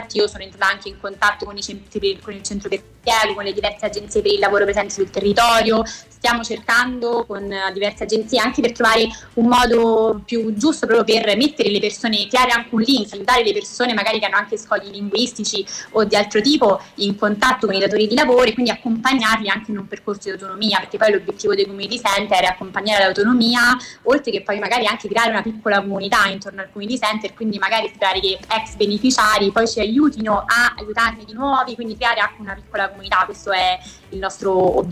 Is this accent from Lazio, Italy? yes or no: yes; Rome, Lazio, Italy; io stessa nuova di Colleferro, io vengo da Roma